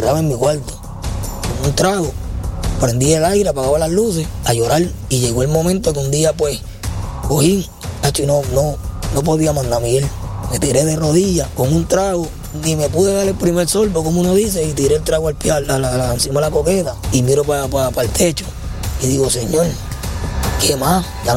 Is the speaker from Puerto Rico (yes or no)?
yes; Carolina, Puerto Rico; para los que no me conocen. Venimos, ¿verdad?, del residencial Sabana Bajo, en Carolina, ¿verdad?, donde me crié junto a mis padres, ¿verdad?, mis padres y mis cuatro hermanos.